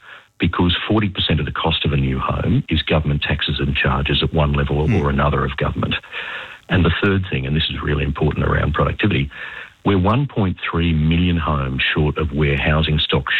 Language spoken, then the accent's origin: English; Melbourne, Victoria, Australia; In my hometown of Melbourne, you get a lot of CFMEU-related tax, if you like, on the cost of producing new apartments, new office towers, et cetera, et cetera.